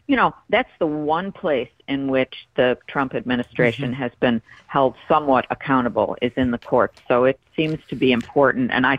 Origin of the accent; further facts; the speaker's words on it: Buffalo, New York, United States; I was the top editor of the Buffalo News in my hometown of Buffalo